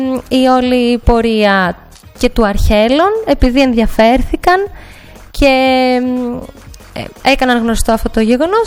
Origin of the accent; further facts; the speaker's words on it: Amaliada, Western Greece, Greece; Εγώ από τη Δυτική Πελοπόννησο, από την Αμαλιάδα.